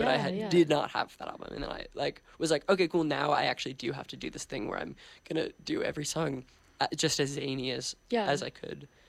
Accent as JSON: {"language": "English", "town": "Chicago", "region": "Illinois", "country": "United States", "said": "Yeah, she, like, went to Columbia, which was very exotic to me as a Chicagoan."}